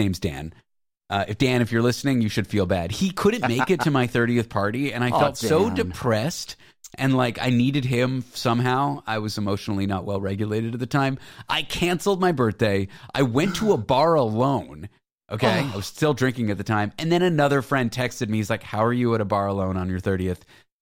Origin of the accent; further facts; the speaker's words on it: Toronto, Ontario, Canada; Like, I grew up in Toronto going to the Sky Dome.